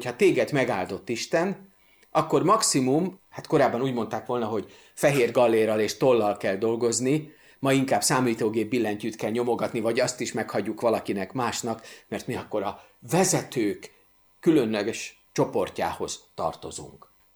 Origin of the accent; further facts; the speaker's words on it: Budapest, Hungary; nem emlékszem, hogy Újpesten bárkinek, ahol én fölnőttem, eszébe jutott volna köszönni egy utcaseprőnek.